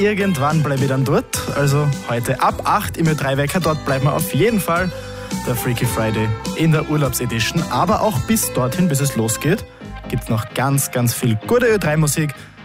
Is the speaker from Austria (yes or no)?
yes; Styria, Austria; und das sage ich nicht nur als Steirer